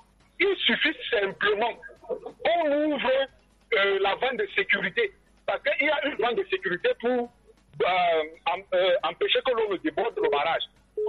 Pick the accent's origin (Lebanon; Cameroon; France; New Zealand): Cameroon; Garoua, North; moved away; moi j'ai grandi à Garoua.